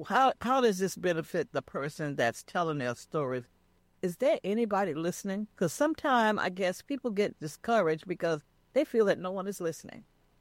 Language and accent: English; the South, United States; now in New York, United States; I'm from the South as well.